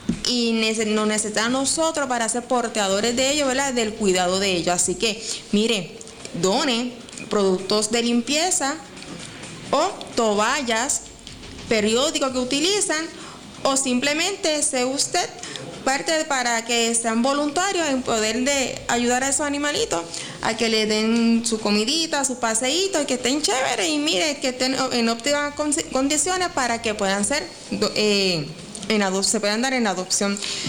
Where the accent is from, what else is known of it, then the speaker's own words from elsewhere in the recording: Lajas, Puerto Rico; Y nos mudamos para mi pueblo, mi downtown, Lajas.